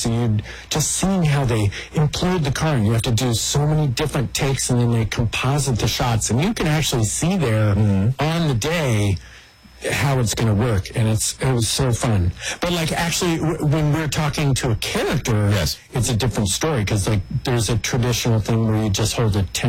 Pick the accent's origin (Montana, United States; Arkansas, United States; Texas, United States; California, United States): California, United States; Oakland; born there; I was born in Oakland.